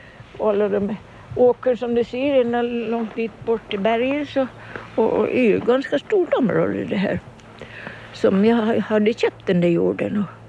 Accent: Kumlinge, Åland, Finland; born or raised there

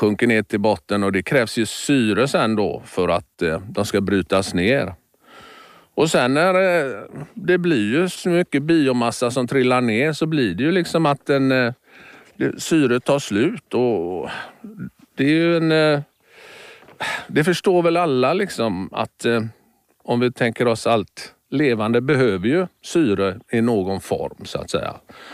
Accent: Västra Götaland County, Sweden; Fjordar har vi i Bohuslän där jag växte upp.

